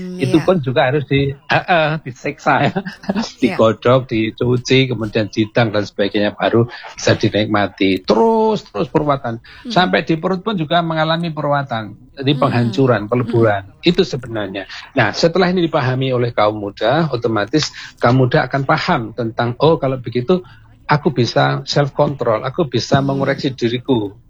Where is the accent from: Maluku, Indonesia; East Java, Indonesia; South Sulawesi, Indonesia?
East Java, Indonesia; Madiun; now in Malang, Indonesia; kita asli dari Madiun